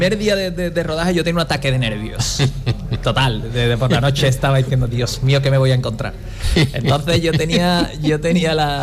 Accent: Cádiz, Andalusia, Spain; le dije que soy de Cádiz.

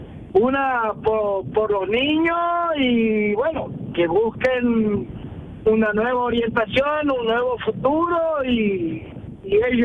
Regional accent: Argentina; now in Málaga, Spain; Yo soy argentino, soy.

